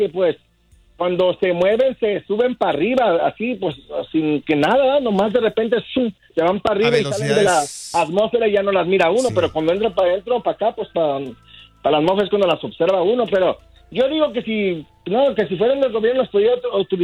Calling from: Tepames, Colima, Mexico; soy de Tepames

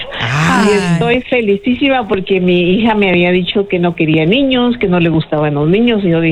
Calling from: Colton, California, United States; Llamo de Colton, California, de aquí de San Bernardino.

